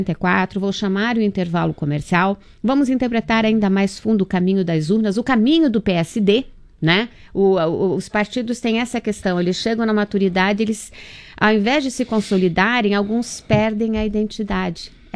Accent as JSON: {"language": "Portuguese", "region": "Santa Catarina", "country": "Brazil", "said": "Eu sou do Oeste"}